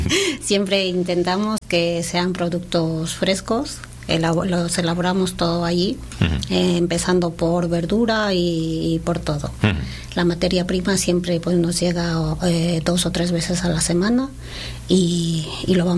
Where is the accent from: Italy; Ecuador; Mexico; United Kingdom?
Ecuador; now in Spain; Yo soy de Ecuador.